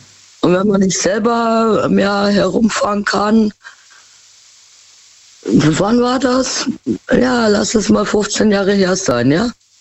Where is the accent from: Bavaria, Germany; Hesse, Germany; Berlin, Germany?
Bavaria, Germany; Munich; born there; Aber ich komme gebürtig aus München, ja?